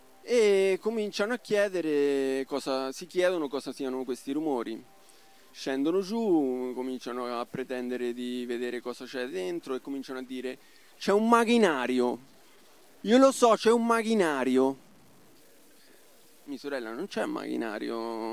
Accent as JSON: {"language": "Italian", "town": "Recanati", "region": "Marche", "country": "Italy", "said": "Vengo da Recanati assieme al prode Vanni"}